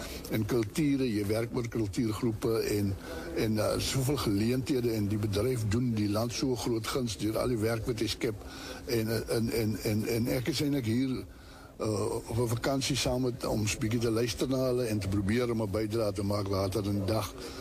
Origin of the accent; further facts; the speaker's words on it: Namibia; Dus ek sê, ek is gebore in Namibië, en daar groot geword, en een van vier seuns.